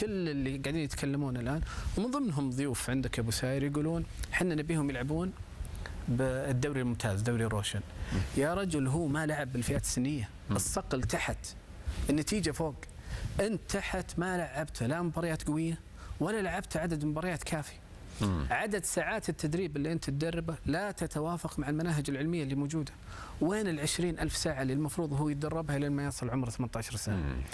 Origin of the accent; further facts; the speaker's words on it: Saudi Arabia; عندنا في المملكة العربية السعودية